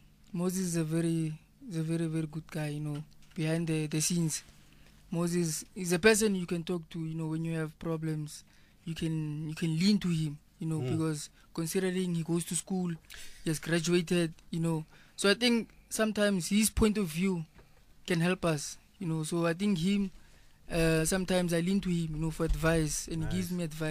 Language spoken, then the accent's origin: English; Pretoria, Gauteng, South Africa; I'm from Pretoria, Proclamation Hill.